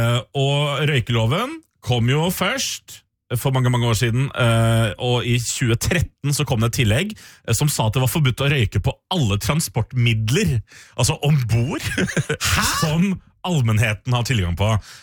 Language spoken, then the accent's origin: Norwegian; Østfold, Norway; moved away; jeg kommer fra Østfold